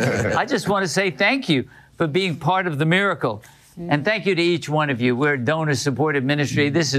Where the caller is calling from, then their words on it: Canada; I'm watching from Canada.